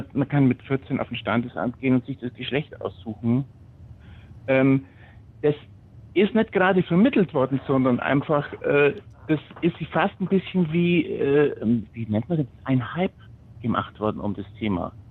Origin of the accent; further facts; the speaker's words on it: Augsburg, Bavaria, Germany; Wir haben ja das Friedensfest hier bei uns in Augsburg am 8. am Samstag.